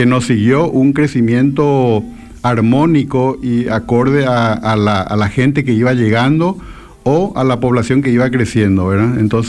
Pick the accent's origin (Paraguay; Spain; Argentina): Paraguay; Asunción; now in Ciudad del Este, Paraguay; Yo soy de Asunción, pero hace 40 y pico de años que estoy.